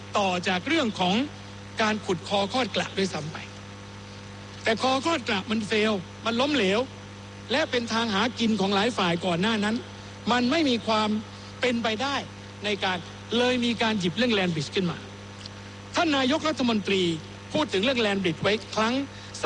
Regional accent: Southern Thailand, Thailand; born there; ผมเป็นคนปากใต้ครับผมเกิดที่นั่นญาติพี่น้องของผมอยู่ที่นั่นมีคนที่เรารู้จักเป็นเพื่อนฝูงเป็นญาติมิตรคนที่รู้จักกันทั้ง14จังหวัดภาคใต้

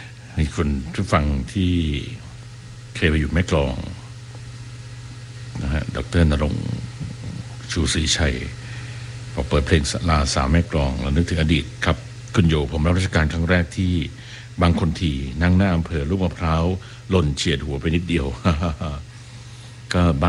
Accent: Bangkok, Thailand; ก็ตอนไปอยู่กันกับน้องสาวซึ่งเราก็เป็นเด็กกรุงเทพนะฮะที่มีไฟฟ้าแล้วก็มีโทรทัศน์ดูในที่บ้านนอก

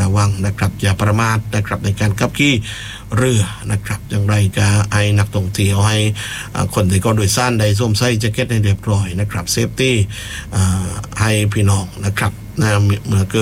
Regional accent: Phuket, Thailand

